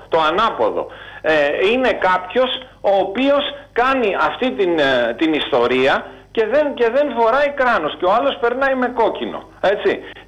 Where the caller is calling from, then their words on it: Greece; εγώ ντρέπομαι πλέον που είμαι Έλληνας και είμαι σε αυτό το κράτος.